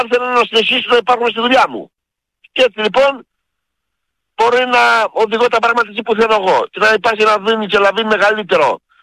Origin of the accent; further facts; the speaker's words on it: Greece; εγώ σαν Έλληνας πολίτης